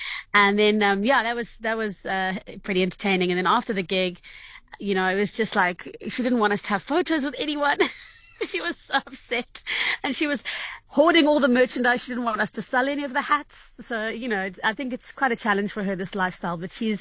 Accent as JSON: {"language": "English", "country": "South Africa", "moved": "yes"}